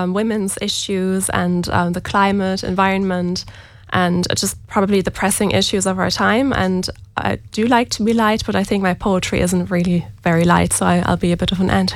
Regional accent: Münster, North Rhine-Westphalia, Germany; moved away as an adult; also born or lived in Ballina, Ireland; now in Galway, Ireland; I was born and raised in Germany, and then I moved to Ireland in 2019, and I was living in Ballina for years, and so I feel very connected to Mayo.

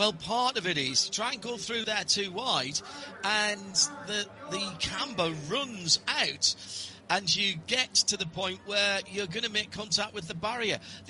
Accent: Sunderland, North East England, United Kingdom; my hometown of Sunderland

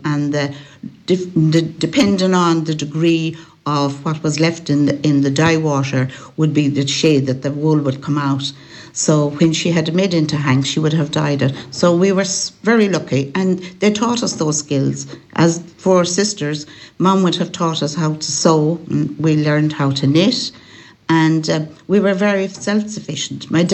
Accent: Bundara, County Galway, Ireland; also born or lived in Tuam; Yes, I'm a Galway girl. I was born in Tuam and I grew up in Bundara Hallina in County Galway, which actually is inside the border of Mayo.

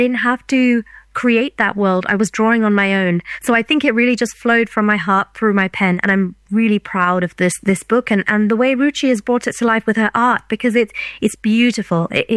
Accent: England, United Kingdom; born there; I was born in England, but we're very much rooted to India. We're very proud of our heritage, but both places are home

